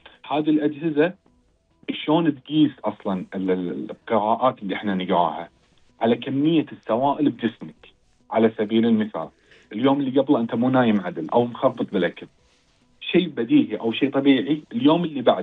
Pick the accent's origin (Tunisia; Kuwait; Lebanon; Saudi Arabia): Kuwait